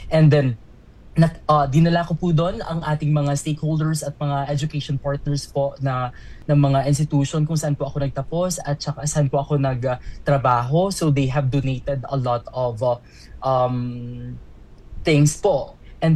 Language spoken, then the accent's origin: Tagalog; Bacolod, Western Visayas, Philippines; born or raised there